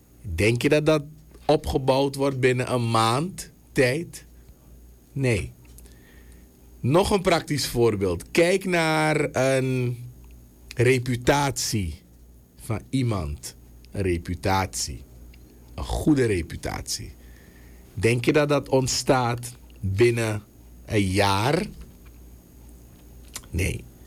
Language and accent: Dutch; Suriname; als Surinamers